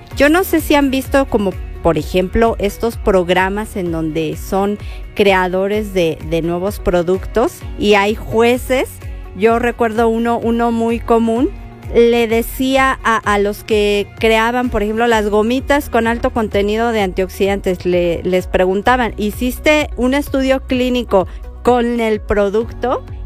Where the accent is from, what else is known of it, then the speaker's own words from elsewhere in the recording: Mexico; en nuestra dieta como mexicanos